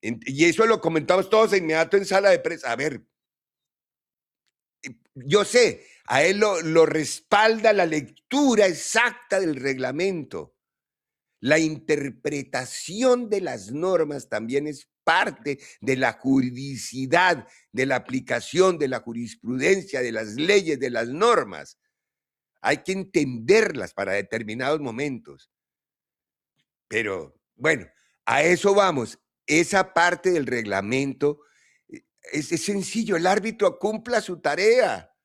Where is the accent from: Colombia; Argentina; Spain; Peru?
Colombia; Si yo como colombiano digo, no, me robaron